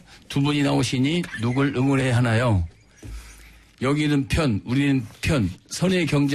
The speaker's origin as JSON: {"language": "Korean", "region": "Chungcheong", "country": "South Korea", "said": "우리 충청도라 조금 느립니다."}